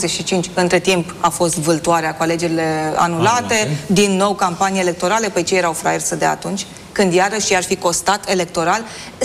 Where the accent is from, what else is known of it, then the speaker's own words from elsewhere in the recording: Romania; Eu cred că în momentul ăsta putem să spunem că programul este un eșec pentru că noi suntem români.